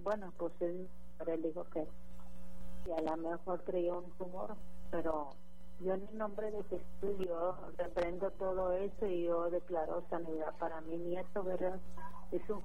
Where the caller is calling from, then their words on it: Apodaca, Nuevo León, Mexico; De aquí, de Apodaca, Nuevo León.